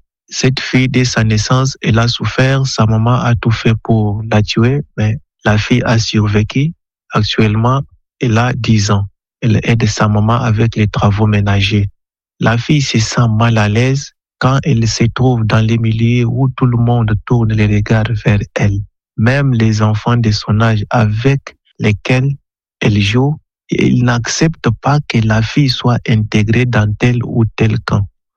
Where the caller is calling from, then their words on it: DR Congo; de la République démocratique du Congo. Je reste dans un milieu qui est rural.